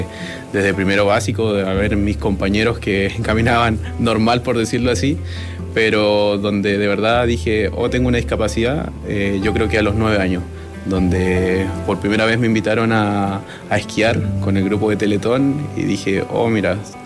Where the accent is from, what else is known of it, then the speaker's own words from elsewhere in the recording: Calbuco, Los Lagos, Chile; Bueno, yo nací en Calbuco, nacido y criado en esa hermosa ciudad.